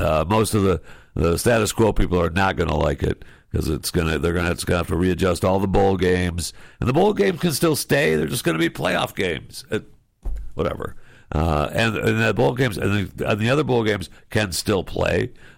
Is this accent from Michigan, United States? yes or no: yes; Michigan, United States; born there; also born or lived in Florida; now in Texas, United States; I feel like I'm a Floridian, even though I live in Texas now. I was born in Michigan, and I've lived in, I don't know how many states I've lived in now, too many. But I've lived in Florida the longest